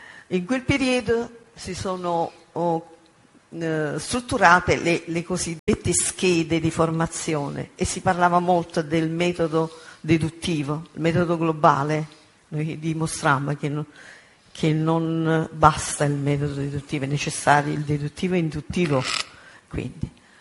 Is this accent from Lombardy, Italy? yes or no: no; Basilicata, Italy; born there; moved away as an adult; now in Naples, Italy; poiché sono di Napoli, sto a Napoli, anche se sono nata in Lucania, però sono andata all'università a Napoli e sono rimasta a Napoli